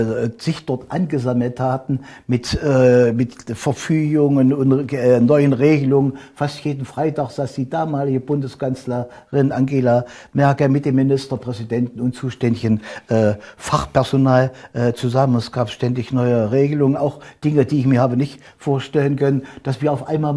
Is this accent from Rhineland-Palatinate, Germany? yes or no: yes; Hergesdorf, Rhineland-Palatinate, Germany; Ich war 21 Jahre Bürgermeister in meiner Heimatgemeinde Hergesdorf. Und Hergesdorf ist Mitglied dieser Verbandsgemeinde